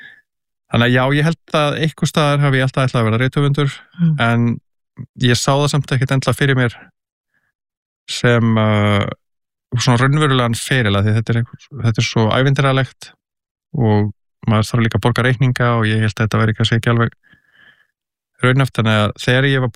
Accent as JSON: {"language": "Icelandic", "town": "Kópavogur", "region": "Capital Region", "country": "Iceland", "tie": "born or raised there", "also_born_or_lived": "Reykjavík", "said": "Ég alinn upp í Kópavogi til 13 ára aldurs, í Hjallakverfinu og ég fæddist svona reyndar í Reykjavík"}